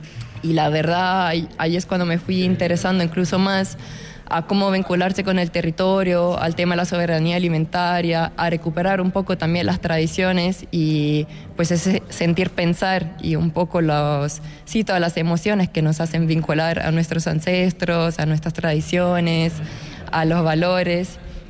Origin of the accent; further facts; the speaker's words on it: Italy; moved away; tengo 26 años y soy de Italia. Vengo de un pueblo muy chiquito en la costa este, la costa adriática de Italia. Y pues es un pueblo que en la antigüedad solía ser un pueblo de campesinos con muchos viñedos y mi familia justamente viene del campo.